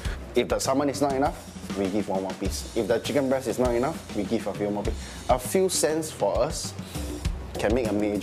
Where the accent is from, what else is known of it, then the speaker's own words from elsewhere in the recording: Singapore; As a Singaporean, you know, when our friends come or overseas or foreigner comes, you always want to show them, hey, I want to show you good food, follow me.